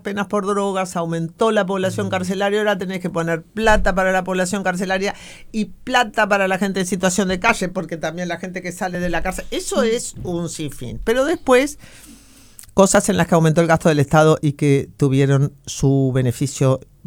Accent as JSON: {"language": "Spanish", "country": "Uruguay"}